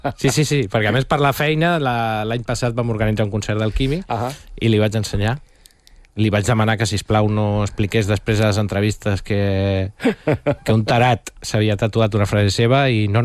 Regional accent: Catalonia, Spain; Jo estic a la casa de Terrassa, del Vallès Occidental, d'on soc, no de Terrassa, sí, del Vallès.

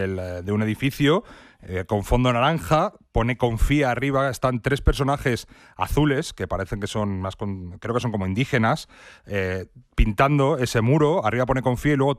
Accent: Madrid, Community of Madrid, Spain

